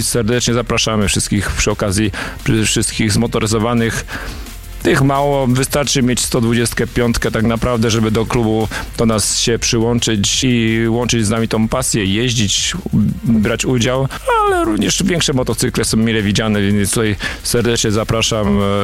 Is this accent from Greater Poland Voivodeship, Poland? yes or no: yes; Słupca, Greater Poland Voivodeship, Poland; Flaga Słupcy i barwy Słupcy i to, że jesteśmy ze Słupcy i z powiatu słupeckiego